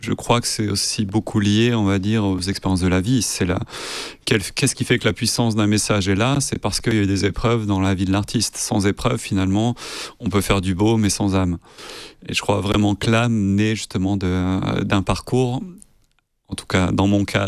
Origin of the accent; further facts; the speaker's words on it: Volvic, Auvergne-Rhône-Alpes, France; je suis né en Auvergne, à Volvic. Et c'est vrai que je suis donc né très, très, très loin de la mer